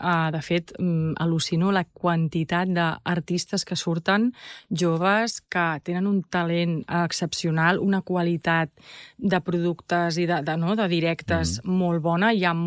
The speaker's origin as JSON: {"language": "Catalan", "region": "Catalonia", "country": "Spain", "tie": "born or raised there", "said": "jo he crescut molt a l'Empordà"}